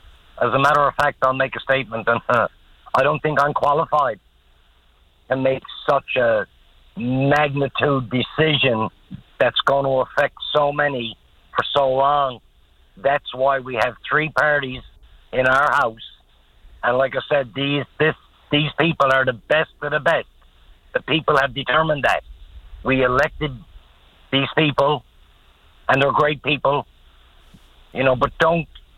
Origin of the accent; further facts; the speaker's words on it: Newfoundland and Labrador, Canada; I truly hope that they have the courage today to vote by way of being a Newfoundlander.